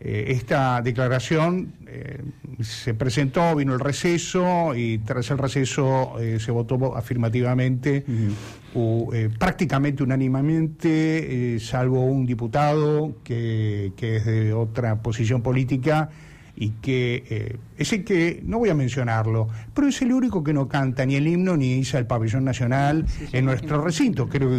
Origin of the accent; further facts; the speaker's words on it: Argentina; es un deber de cada uno de nosotros como ciudadanos argentinos.